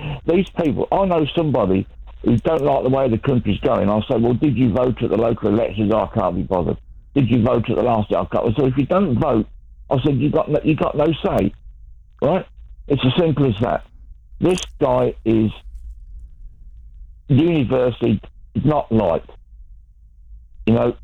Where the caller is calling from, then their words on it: Peterborough, East of England, United Kingdom; I'm from Peterborough